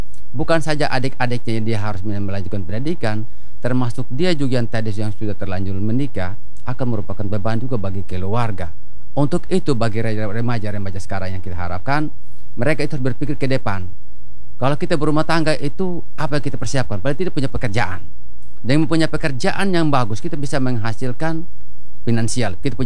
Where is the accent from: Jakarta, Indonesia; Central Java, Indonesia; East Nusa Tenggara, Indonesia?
East Nusa Tenggara, Indonesia; Sumba; kami di Sumba khususnya kami orang Sumba